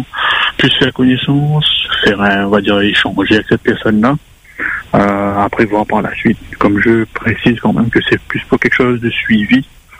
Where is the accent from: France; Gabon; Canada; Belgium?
France; northern France; Voilà, après, je suis du Nord